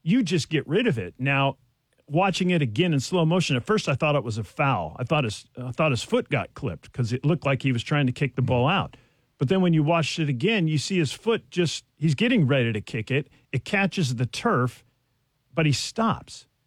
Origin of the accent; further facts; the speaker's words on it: San Diego, California, United States; Went back to San Diego, my hometown